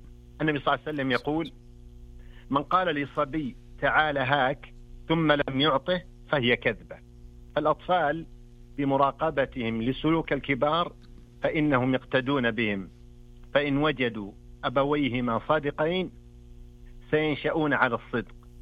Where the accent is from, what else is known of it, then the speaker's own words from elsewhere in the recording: Al-Qassim, Saudi Arabia; من القصيم.